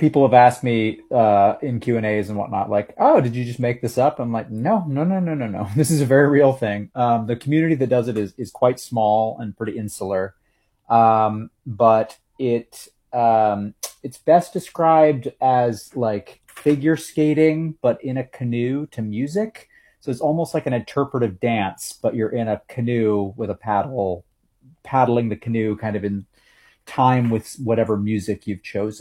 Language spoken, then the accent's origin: English; Maine, United States; I'm from Maine originally, and I went home for what was supposed to be a long weekend in March of 2020.